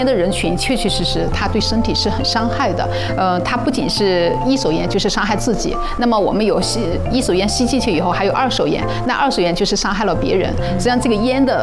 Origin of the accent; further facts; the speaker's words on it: Sichuan, China; 比如说我们四川人喜欢吃辣，